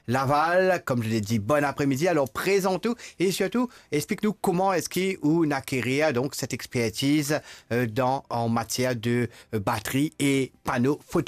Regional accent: Rodrigues, Mauritius

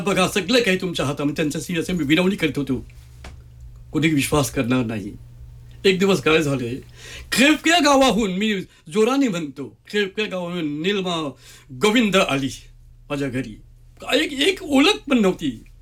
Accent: Maharashtra, India; मराठी, मी मराठी माणूस, मी मराठी शिकलेला माणूस, मराठी टीचर होतो मी

